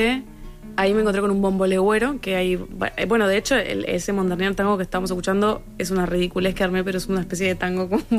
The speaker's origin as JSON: {"language": "Spanish", "country": "Uruguay", "moved": "yes", "said": "ellos pensaban que estaba en Uruguay, porque como que habían dado por mí, conmigo por uruguayos, y porque querían que alguien de Uruguay fuera a hacerlo."}